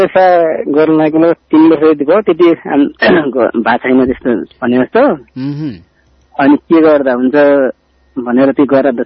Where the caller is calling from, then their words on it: Rolpa, Lumbini Province, Nepal; म त्रिवेणी गाउँपालिका